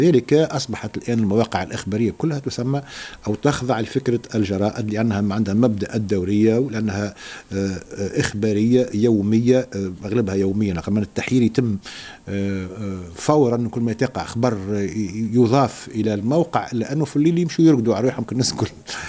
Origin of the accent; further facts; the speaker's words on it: Tunisia; بعت لكم قائمة أخبار تهمنا كتونسيين،